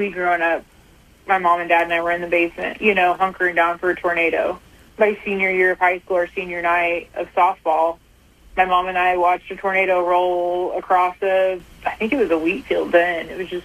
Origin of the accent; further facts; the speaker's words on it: Texas, United States; Granted, like, I grew up in Texas.